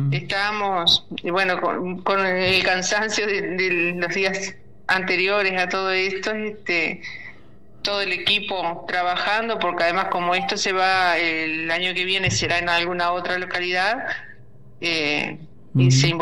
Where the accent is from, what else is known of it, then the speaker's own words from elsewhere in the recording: Uruguay; somos así los uruguayos, somos un poco apáticos